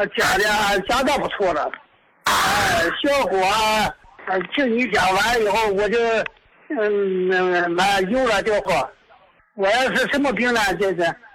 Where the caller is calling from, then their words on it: Dalian, Liaoning, China; 终于和你通话了。我是大连的。